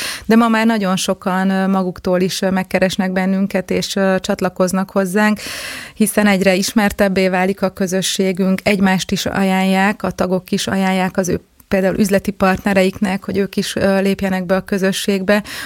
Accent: Heves, Hungary; moved away; Én vidéken, falun nőttem föl, Heves megyében, egy kis faluban

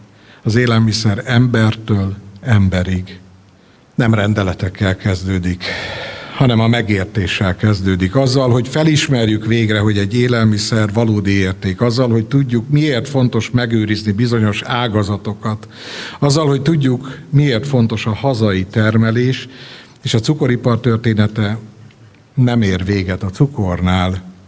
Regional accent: Szerencs, Borsod-Abaúj-Zemplén, Hungary; Én szerencsi ember vagyok, szerencsről származom.

